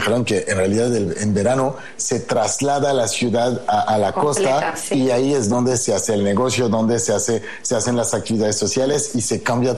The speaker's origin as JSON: {"language": "Spanish", "town": "Paris", "region": "Île-de-France", "country": "France", "moved": "yes", "said": "yo soy francés de París y para ir a la playa pues era una expedición"}